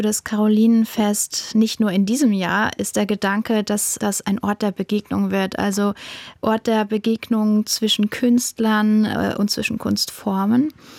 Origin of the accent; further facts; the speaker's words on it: Kirchheimbolanden, Rhineland-Palatinate, Germany; Wir sind in Kirchheimbolanden aufgewachsen und haben dadurch natürlich ja eine besondere Verbindung zur Stadt.